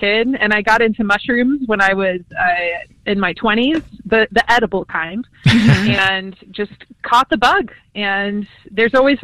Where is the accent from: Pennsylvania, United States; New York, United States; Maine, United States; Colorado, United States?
Pennsylvania, United States; Milford; I grew up in the Pocono Mountains in Pennsylvania.